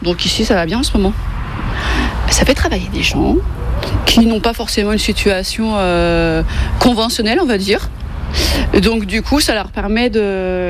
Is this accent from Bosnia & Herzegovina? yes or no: no; Cadenet, Provence-Alpes-Côte d'Azur, France; je viens de Cadenet et je viens souvent faire mes courses ici